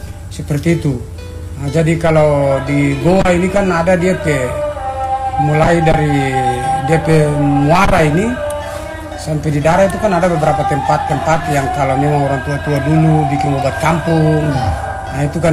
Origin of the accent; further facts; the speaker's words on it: Weda, North Maluku, Indonesia; kita orang Weda ini kan dia beda dengan petani dengan maba.